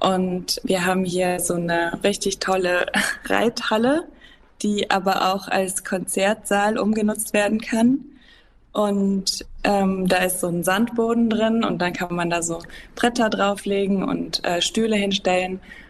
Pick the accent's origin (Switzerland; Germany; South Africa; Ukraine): Germany; Vorst, North Rhine-Westphalia; Die Idee kam so, dass wir den Ort sehr gut kennen. Wir sind hier selber aufgewachsen auf dem Hof in Vorst und sind aber beide in andere Richtungen gegangen.